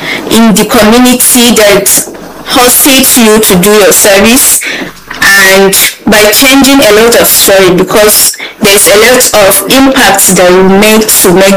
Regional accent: southern Nigeria, Nigeria; moved away as an adult; now in Northern Nigeria; Don't think because I'm from the South coming to the North

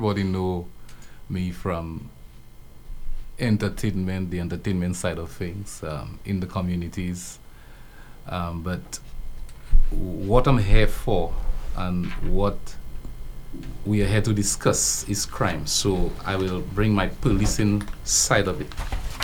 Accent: Micoud, St. Lucia; moved away as an adult; now in Vieux Fort, Saint Lucia; I'm originally from Mikot, but I've been living in Beaufort for the past 20 odd years.

